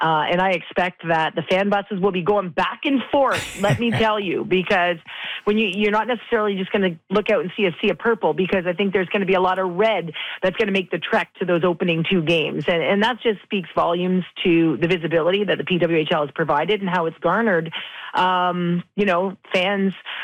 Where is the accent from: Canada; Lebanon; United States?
Canada; We're Canadian